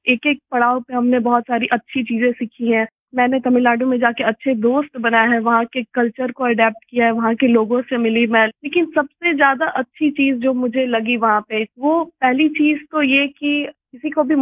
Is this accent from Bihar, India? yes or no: yes; Sasaram, Bihar, India; मैं बिहार के सासाराम नाम के शहर की निवासी हूँ